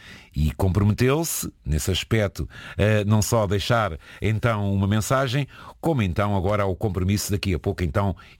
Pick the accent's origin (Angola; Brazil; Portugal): Portugal; Murça, Norte; até que enfim, hoje vou ver a minha terra natal, que é a famosa Porca de Mursa. Não, você vai ver, é Mursa.